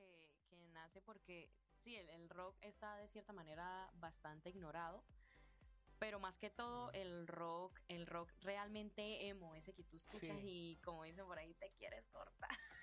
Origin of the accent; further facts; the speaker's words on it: Cúcuta, Norte de Santander, Colombia; lo que somos los cucuteños